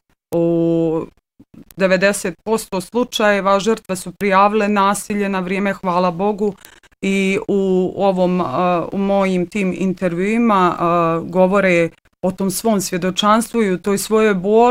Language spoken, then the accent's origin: Croatian; Bosnia & Herzegovina; mi u Bosni i Hercegovini